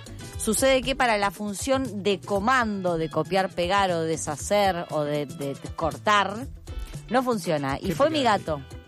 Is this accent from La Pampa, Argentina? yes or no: no; Buenos Aires, Argentina; cosas que pasan mientras somos porteños.